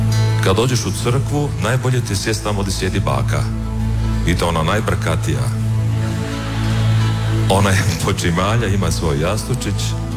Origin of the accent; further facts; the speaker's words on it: Slavonia, Croatia; kod nas u Slavoniji su bake jako važne.